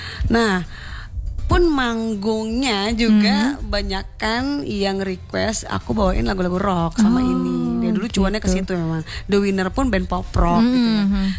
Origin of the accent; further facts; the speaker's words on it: Padang, West Sumatra, Indonesia; Tapi gak menutup kemungkinan kita sebagai orang Minang Padang legasinya apa nih tahu diaminkan oleh alam ya.